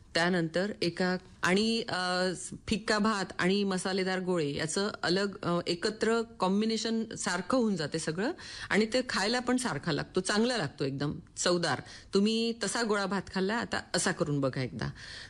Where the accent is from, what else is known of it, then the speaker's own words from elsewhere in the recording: Yavatmal, Maharashtra, India; moved away as an adult; now in Chandrapur, India; माझं माहेर यवतमाळचं, यवतमाळचं माहेर सासर चंद्रपूर